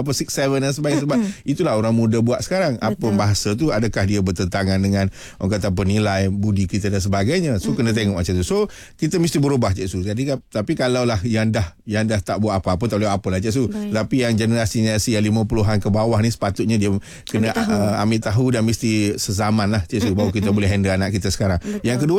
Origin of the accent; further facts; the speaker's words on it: Kelantan, Malaysia; kita sebagai orang Kelantan ni